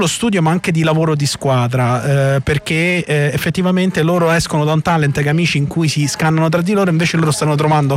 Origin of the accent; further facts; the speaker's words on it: Rome, Lazio, Italy; io sono romano